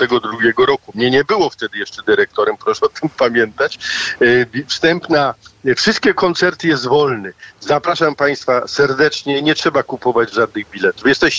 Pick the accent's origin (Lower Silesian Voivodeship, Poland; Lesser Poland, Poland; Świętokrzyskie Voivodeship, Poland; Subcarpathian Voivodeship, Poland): Lower Silesian Voivodeship, Poland; Wrocław; born there; Jestem poza tym z urodzenia wrocławianinem